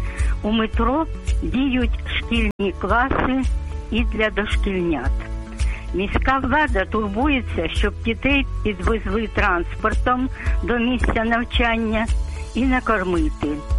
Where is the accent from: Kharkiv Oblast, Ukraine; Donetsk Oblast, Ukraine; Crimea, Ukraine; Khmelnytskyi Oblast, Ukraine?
Kharkiv Oblast, Ukraine; Kharkiv; Розповім про мій рідний Харків.